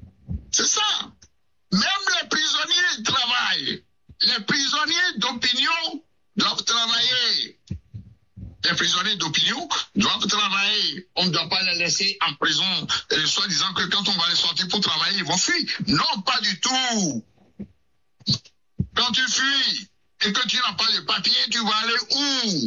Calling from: Benin; chez nous, au Bénin

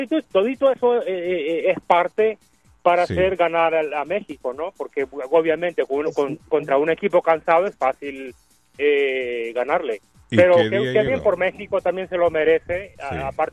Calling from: El Salvador; No, yo soy de Salvador

